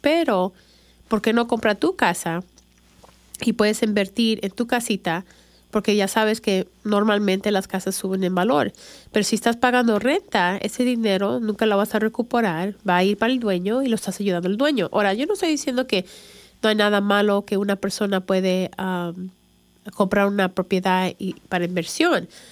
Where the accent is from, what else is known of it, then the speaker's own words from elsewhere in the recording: Chicago, Illinois, United States; now in Lexington, United States; Y pues yo nací en Chicago, crecí en Chicago y ya tengo 26 años viviendo aquí en el estado de Kentucky.